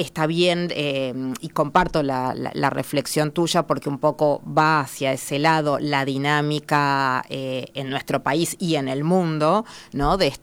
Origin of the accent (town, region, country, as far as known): Argentina